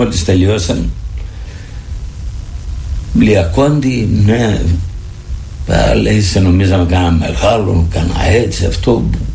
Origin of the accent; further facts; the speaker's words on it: Keramitsa, Epirus, Greece; moved away as an adult; Γεννήθηκα στην Κεραμίτσα και έφυγα σε ηλικία 17 χρονών